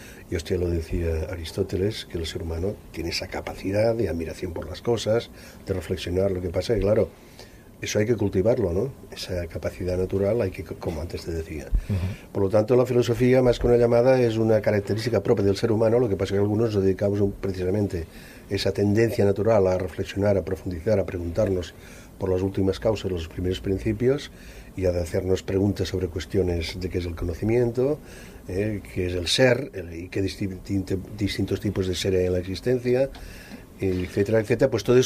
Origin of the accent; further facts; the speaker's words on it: Aragon, Spain; Digamos que soy maño.